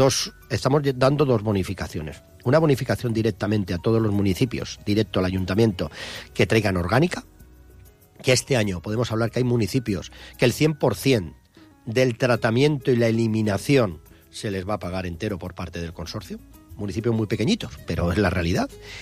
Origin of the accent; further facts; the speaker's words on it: Benidorm, Valencian Community, Spain; Yo justamente también soy de Benidorm